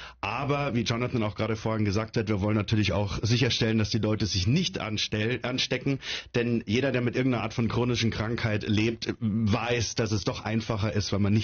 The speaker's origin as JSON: {"language": "German", "region": "Bavaria", "country": "Germany", "said": "Ich komme ursprünglich aus Bayern, deswegen trage ich auch eine Lederhose."}